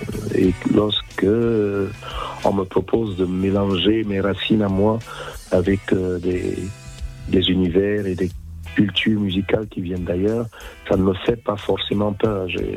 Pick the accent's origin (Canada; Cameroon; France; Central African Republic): Cameroon; moved away; Je pense que ça vient de mon enfance au Cameroun.